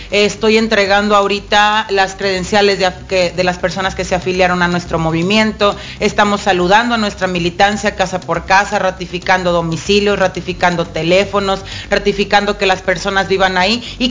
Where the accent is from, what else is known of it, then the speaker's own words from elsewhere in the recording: Tecomán, Colima, Mexico; moved away as an adult; now in Colima, Mexico; Tecomán, que de origen es mi municipio, que yo siempre les he platicado que Tecomán es mi municipio de origen